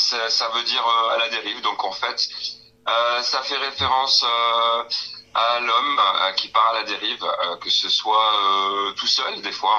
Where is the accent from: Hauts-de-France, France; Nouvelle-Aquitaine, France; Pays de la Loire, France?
Hauts-de-France, France; de l'Aisne, autour de Soissons. On est plus ou moins, moi je suis à 30 minutes de Soissons.